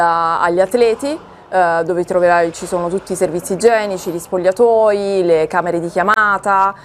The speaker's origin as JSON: {"language": "Italian", "town": "Taranto", "region": "Apulia", "country": "Italy", "said": "Sì, sono tarantina."}